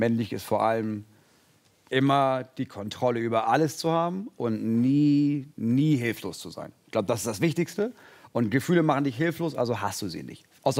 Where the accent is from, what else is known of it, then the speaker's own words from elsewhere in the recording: Munich, Bavaria, Germany; Als Münchner.